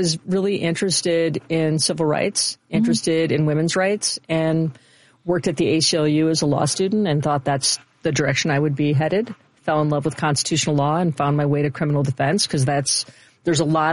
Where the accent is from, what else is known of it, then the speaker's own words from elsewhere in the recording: Skokie, Illinois, United States; also born or lived in Chicago, United States; I grew up not too far from here. I was born in Skokie.